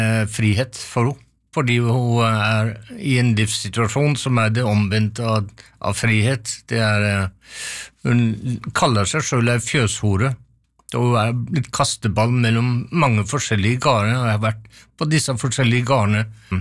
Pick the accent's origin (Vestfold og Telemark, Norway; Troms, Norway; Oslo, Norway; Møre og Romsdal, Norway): Vestfold og Telemark, Norway; Seljord; Jeg kommer fra en liten plass i Seljord, og jeg kommer litterært fra Frankrike, og også England og andre steder, men det internasjonale påvirkninger og røttene i Telemark, i Seljord